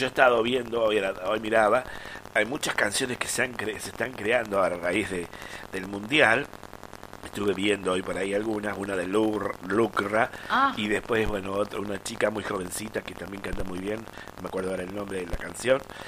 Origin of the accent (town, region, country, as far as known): Argentina